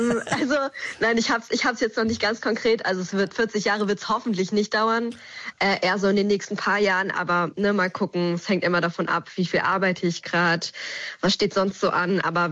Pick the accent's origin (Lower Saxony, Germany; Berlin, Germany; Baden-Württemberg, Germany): Berlin, Germany; Würde ich erstmal sagen, dass ich es als Berlinerin ganz toll finde, dass ich einfach so krass gut angebunden bin